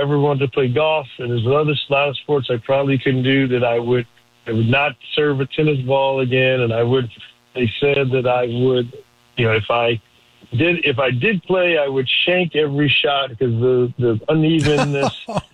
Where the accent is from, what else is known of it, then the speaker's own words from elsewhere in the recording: Chicago, Illinois, United States; I think now from my hometown, I know Chicago.